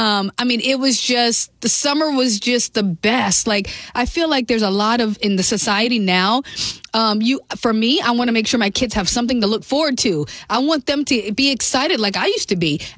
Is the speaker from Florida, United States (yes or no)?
yes; Pensacola, Florida, United States; So I'm just gonna say that my brother and I grew up in Pensacola